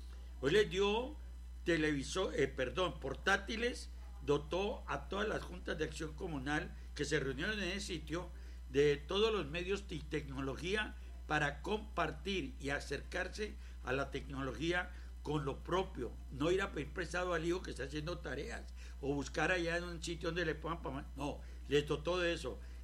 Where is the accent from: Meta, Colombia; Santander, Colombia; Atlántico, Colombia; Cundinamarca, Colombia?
Meta, Colombia; Villavicencio; yo he visto y he transitado y he vivido en mi tierra llanera de Villavicencio mucho tiempo